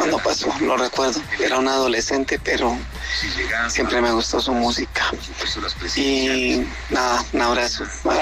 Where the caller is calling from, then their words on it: Bucaramanga, Santander, Colombia; los escucho desde Bucaramanga, Ciudad Bonita